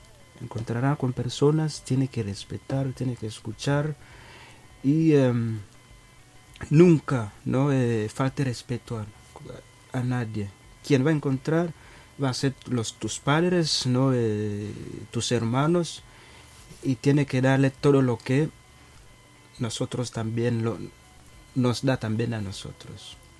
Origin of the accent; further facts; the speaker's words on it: Tanzania; moved away as an adult; also born or lived in Kenya; salí de Tanzania, empecé mi formación en un país que se llama Kenia, ¿no?